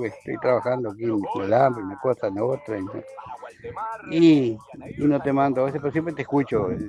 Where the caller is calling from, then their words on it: San Bautista, Canelones, Uruguay; Aquí te hablo … de San Bautista.